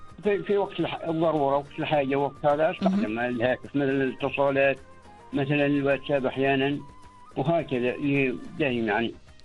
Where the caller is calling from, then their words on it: Wadi Al Maawil, South Al Batinah, Oman; من قرية الطوية من ولاية وادي المعاول.